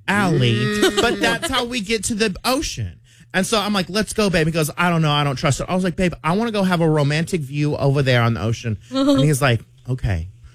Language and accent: English; Dallas, Texas, United States; I was like, I'm from Oak Cliff, okay? Like, I could survive Oak Cliff.